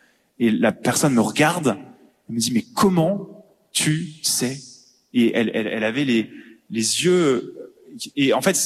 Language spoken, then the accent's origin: French; Montpellier, Occitanie, France; moved away as an adult; now in Morocco